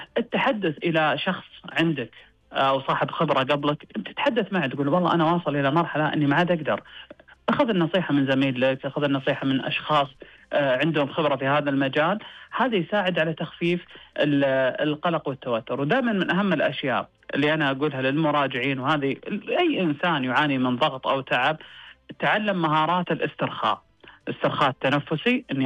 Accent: Riyadh, Riyadh Province, Saudi Arabia

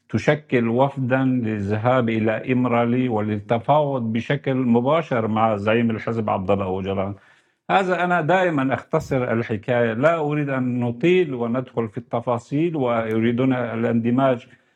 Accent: Syria; نحن ككرد سوريين

